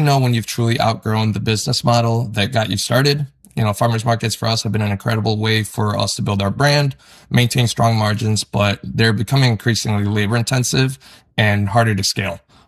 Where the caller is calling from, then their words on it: Chicago, Illinois, United States; and I'm calling from Chicago, Illinois.